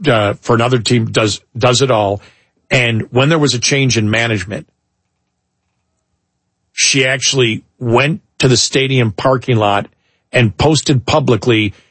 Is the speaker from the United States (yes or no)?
yes; Buffalo, New York, United States; I used to go to NBA games when I was a kid, when I grew up in Buffalo